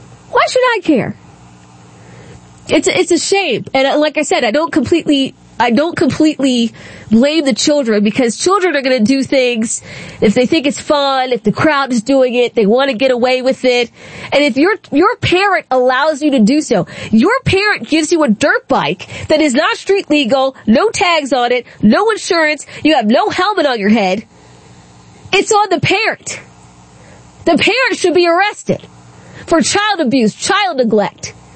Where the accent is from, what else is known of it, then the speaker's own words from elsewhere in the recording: Maryland, United States; I grew up in Southern Maryland. That's where they went all the time, to Buzz Creek, to race their dirt bikes.